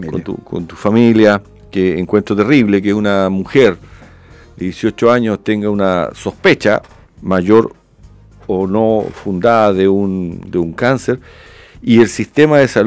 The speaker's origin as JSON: {"language": "Spanish", "country": "Chile", "said": "la triste experiencia que estamos teniendo como chilenos con la delincuencia importada"}